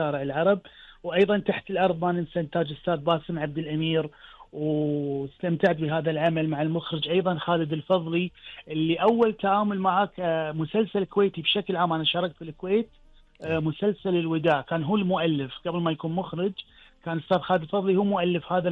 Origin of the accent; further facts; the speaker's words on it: Qatar; عندنا بقطر